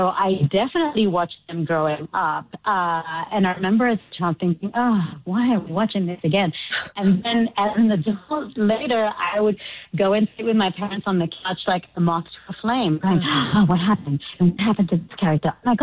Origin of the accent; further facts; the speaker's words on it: Sydney, New South Wales, Australia; also born or lived in Chile; I'm from Chile. I was born in Chile. And I grew up in Australia, in Sydney, Australia. And when I grew up, it was like late 90s, 2000s